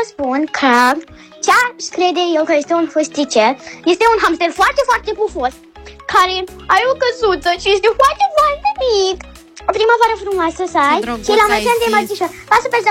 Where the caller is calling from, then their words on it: Bacău, Bacău County, Romania; sunt din Bacău. Am 6 ani, aproape 7